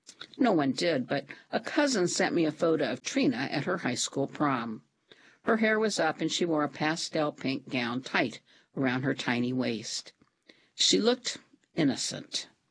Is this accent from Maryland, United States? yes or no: no; Lexington, Kentucky, United States; from Kentucky, and I was raised in a crack house. At the Charlotte Court Housing Project in Lexington, Kentucky